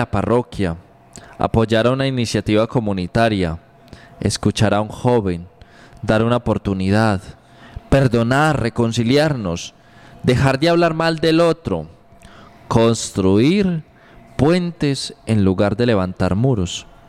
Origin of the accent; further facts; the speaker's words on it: Antioquia, Colombia; a unirnos como pueblo antioqueño, no solo ayudar a nuestra Antioquia